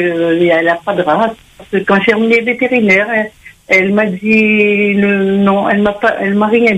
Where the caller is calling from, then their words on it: Réunion; du secteur où j'habite à l'Étron, ruelle des Fleurs